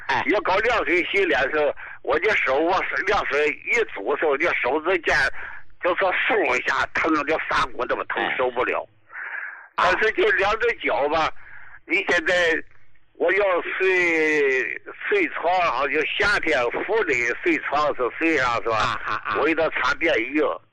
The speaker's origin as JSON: {"language": "Chinese", "town": "Dalian", "region": "Liaoning", "country": "China", "said": "好，我是大连的，那怎么能给我邮来还是怎么弄？"}